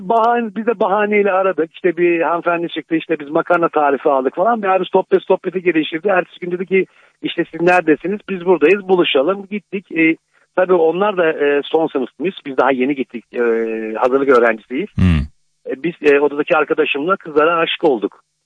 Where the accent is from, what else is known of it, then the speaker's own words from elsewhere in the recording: Bolu, Turkey; Ben Bolu'yum.